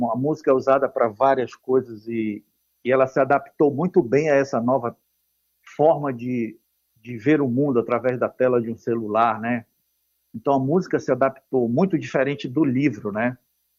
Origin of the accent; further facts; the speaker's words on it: Terra Santa, Pará, Brazil; now in Manaus, Brazil; eu sou de Terra Santa. Terra Santa é uma região que fica perto de Parintins, é no limite entre Pará e Amazonas.